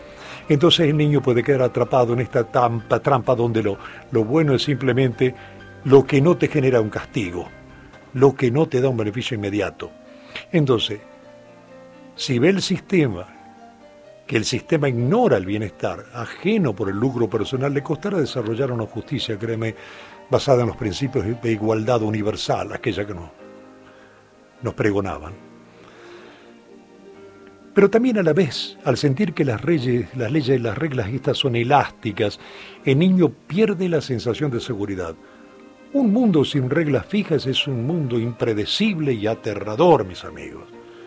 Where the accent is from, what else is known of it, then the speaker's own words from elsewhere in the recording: Argentina; Yo como argentino